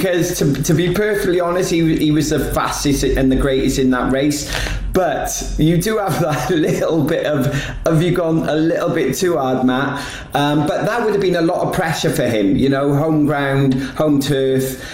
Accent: United Kingdom; I'm British.

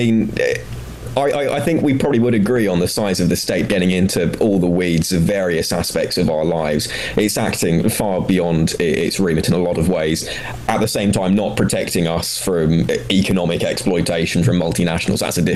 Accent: Basildon, East of England, United Kingdom; moved away; I'm from South Essex, from the mighty town of Basildon originally.

